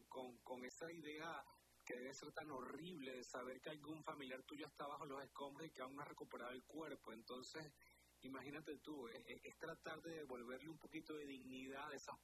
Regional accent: Venezuela

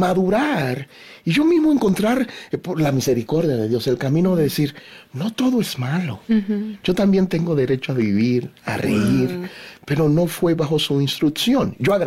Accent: Dominican Republic; Y yo soy de una isla, yo soy dominicano.

